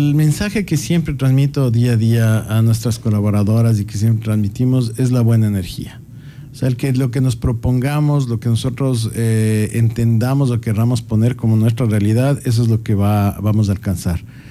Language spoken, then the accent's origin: Spanish; Quito, Pichincha, Ecuador; now in Santo Domingo, Ecuador; yo no soy de Santo Domingo, pero creo que tengo el corazón de los más grandes de Santo Domingo. Siempre estoy aquí. Yo soy de Quito. Mi esposa es de acá. Ahora tengo mis gemelas santodomingueñas. Entonces eso me hace más santodomingueño que muchos.